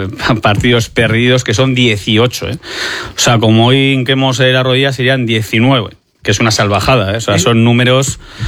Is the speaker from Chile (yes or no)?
no; Durango, Basque Country, Spain; Yo también vengo de Durango